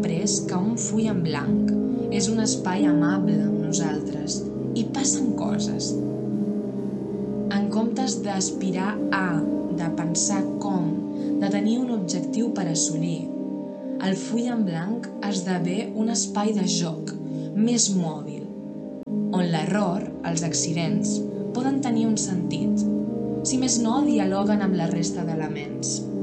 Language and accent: Catalan; Vilanova i la Geltrú, Catalonia, Spain; Vilanova i la Geltrú, d'on sóc jo.